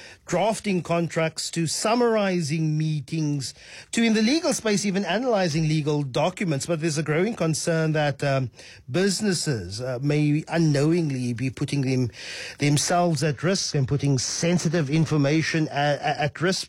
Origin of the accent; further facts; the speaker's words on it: South Africa; myself also identifies as a coloured South African